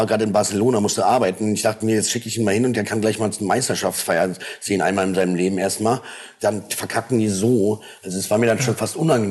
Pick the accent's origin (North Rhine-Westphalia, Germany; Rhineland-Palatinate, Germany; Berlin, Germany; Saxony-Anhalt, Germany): Berlin, Germany; natürlich als Berliner hörst du die dann manchmal schon dann an, von den Berliner Jungs